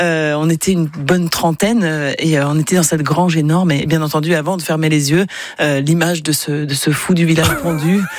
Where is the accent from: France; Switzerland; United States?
France; born there; also born or lived in Le Creusot, Burgundy; quand j'arrive à Sarenfel, enfant, on vit dans une maison, avec un grand jardin. Mes parents sont locataires de cette maison. Ouais. On a des voisins au-dessus, on habite au rez-de-chaussée.